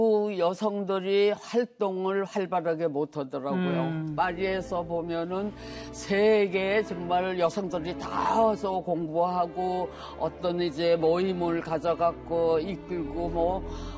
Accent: Kangwon, North Korea; moved away; also born or lived in Wonsan; 어렸을 때 저는 원산이 고향이에요. 예, 원산에서 태어났는데 집 사정에 의해서 거기서 좀 가까운 암변이라는 데를 가게 됐어요. 거기서 살았는데 거기는 사과가 아주 맛있는 사과가 나는 생산되는 곳이었어요.

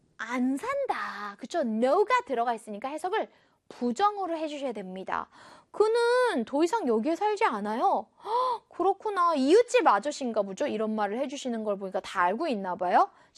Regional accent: Geumsan, South Chungcheong, South Korea; moved away as an adult; now in Seoul, South Korea; 저는 어렸을 때 금산에 살다가 나중에 대학생이 되어서 서울로 이사를 저 혼자 이사를 왔거든요.

